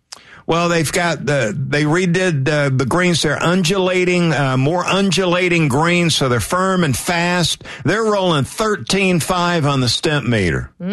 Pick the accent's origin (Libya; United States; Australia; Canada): United States; Valdosta, Georgia; moved away; We didn't have these kind of events growing up in Valdosta.